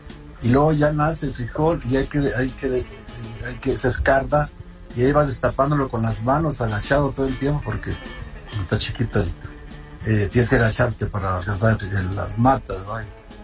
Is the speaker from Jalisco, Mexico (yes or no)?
yes; Jalisco, Mexico; also born or lived in Lagos de Moreno, Jalisco; yo nací en Santa Anita, Jalisco, en un rancho, y casualmente había una escuela. A los 8 años mi papá nos traslada a otro rancho, donde ya no había escuelas, era como ahí puro campo, no había ni casa, o sea, completamente solo